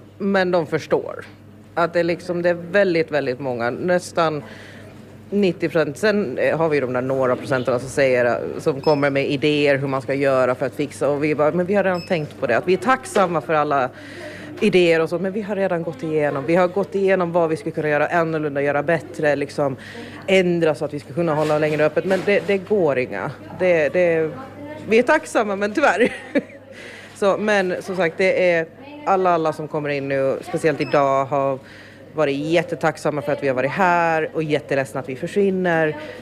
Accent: Åland Islands; also born or lived in Sweden; Jag var ju bara 11 månader när vi flyttade tillbaka till Åland från Sverige. Så jag har ju växt upp här i huset. Mamma växte ju upp med butiken överlag när mormor hade den i Östergöta. Och sen växte jag upp här. 36 år, jag är 37.

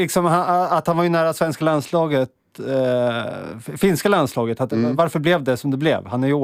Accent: Sweden; jag är svensk

